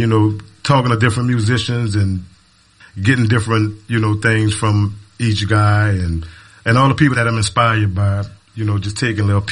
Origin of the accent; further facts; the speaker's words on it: New Orleans, Louisiana, United States; We all was born and raised in the Treme.